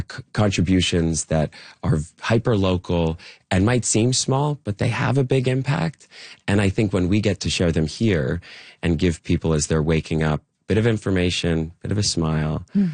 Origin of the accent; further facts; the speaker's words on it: Whitby, Ontario, Canada; And so growing up in Whitby